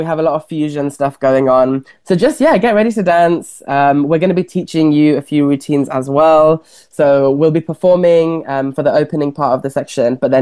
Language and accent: English; Leicester, East Midlands, United Kingdom; Because I remember growing up, I grew up in Leicester, and even as I started to get older, I did go to Pride in Leicester